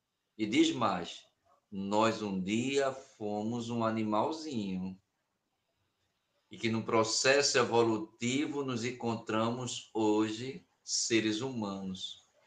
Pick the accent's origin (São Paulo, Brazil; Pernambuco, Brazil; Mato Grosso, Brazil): Pernambuco, Brazil; Recife; sou de Recife, Pernambuco